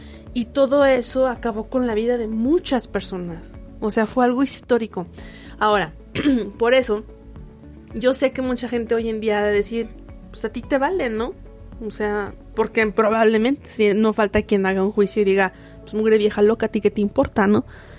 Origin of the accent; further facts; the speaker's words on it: Celaya, Guanajuato, Mexico; moved away; yo vengo de Celaya